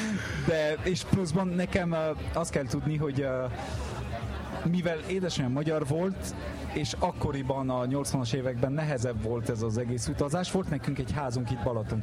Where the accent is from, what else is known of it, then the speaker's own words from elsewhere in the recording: Paris, Île-de-France, France; Hungarian is a second language; now in Budapest, Hungary; én Párizsban vagyok, sőt, Párizs közepéből jövök, én a Marais-ből jövök, Beaubourg mellett nőttem fel.